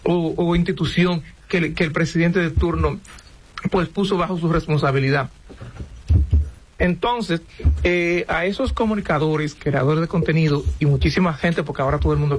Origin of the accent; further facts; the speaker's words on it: Dominican Republic; nosotros como dominicanos no podemos denigrar quien nos ha dado seguridad durante 90 años.